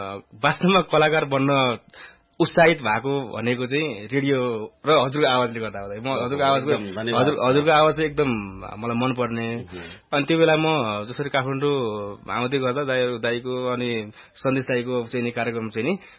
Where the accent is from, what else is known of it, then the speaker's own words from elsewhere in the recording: Gajuri, Bagmati, Nepal; born there; now in Kathmandu, Nepal; मेरो घर त धादिङ हो तर म लामै समय काठमाडौँ बसेँ, लामै समयदेखि काठमाडौँ छु। घर त धादिङ हो नि दाई, मेरो जन्मस्थान चाहिँ धादिङ हो।